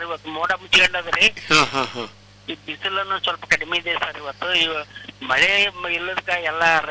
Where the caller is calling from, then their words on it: Gangavathi, Karnataka, India; ನಾವಿಲ್ಲ ಗಂಗಾವತಿಯಿಂದ ಸರ್